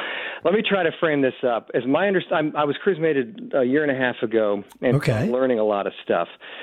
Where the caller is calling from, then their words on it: Cincinnati, Ohio, United States; Oh, Cincinnati.